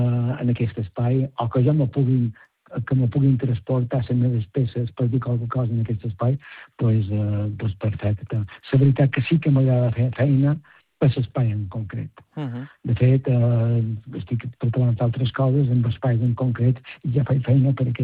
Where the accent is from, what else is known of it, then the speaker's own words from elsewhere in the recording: Baró, Catalonia, Spain; tinc una exposició aquí a Baró, al meu poble